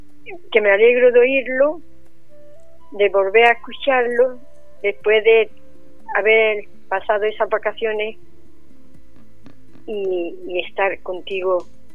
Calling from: Granada, Andalusia, Spain; De Granada.

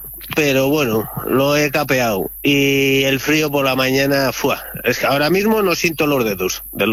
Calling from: Spain; cuando digo que soy de España

